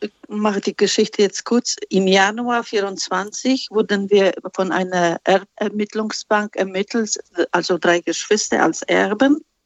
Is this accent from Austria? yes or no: no; Upper Silesia, Poland; German is a second language; now in Germany; Was passieren würde, wenn, Sie hören meinen Akzent, wir kommen von Oberschlesien, wenn die Erbschaft in Polen zum Beispiel zur Verfügung steht?